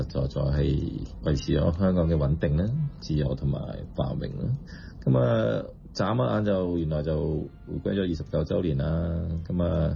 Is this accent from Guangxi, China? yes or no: yes; Guangxi, China; now in Hong Kong; 扎根在香港，同時都在廣西故土的一份子